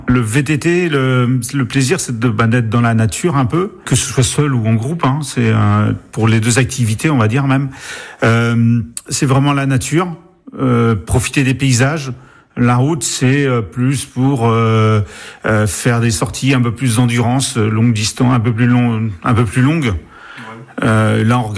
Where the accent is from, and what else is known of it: Brittany, France; born or raised there; also born or lived in Côtes-d'Armor